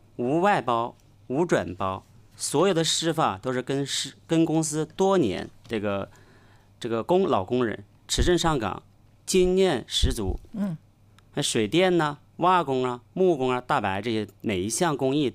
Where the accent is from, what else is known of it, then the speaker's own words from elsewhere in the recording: Wuhan, Hubei, China; moved away as an adult; now in Dalian, China; 我是武汉人